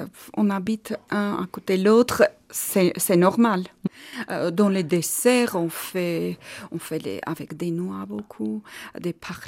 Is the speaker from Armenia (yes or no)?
yes; Yerevan, Armenia; French is a second language; J'ai grandi à Yerevan, j'ai étudié et après j'ai commencé à travailler en urgence.